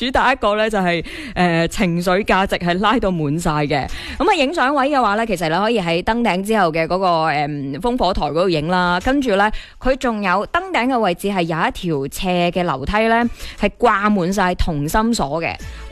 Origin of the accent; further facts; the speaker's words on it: Guangdong, China; 我哋广东人最识食噶啦